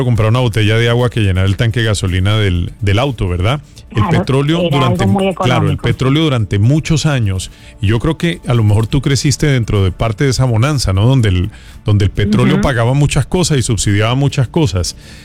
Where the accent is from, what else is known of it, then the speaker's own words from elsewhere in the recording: Colombia; now in United States; yo recuerdo que, yo soy colombiano, recuerdo que la gente prefería irse a Venezuela que venirse para Estados Unidos.